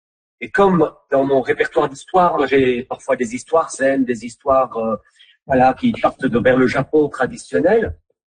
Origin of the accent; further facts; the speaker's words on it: Belgium; puisque moi j'ai grandi en Belgique.